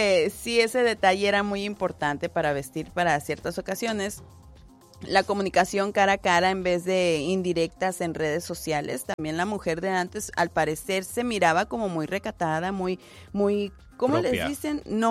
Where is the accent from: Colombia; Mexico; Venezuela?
Mexico; Tijuana, Baja California; Yo crecí en Tijuana, en Tijuana no hacían eso.